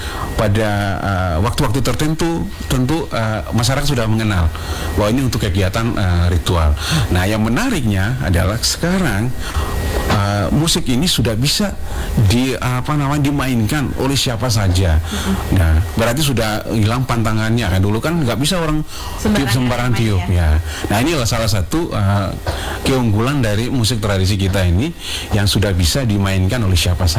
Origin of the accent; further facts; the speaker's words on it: Ambon, Maluku, Indonesia; hari ini kita akan bicara tentang maestronya adalah yang kita orang Ambon bilang Opa Loli.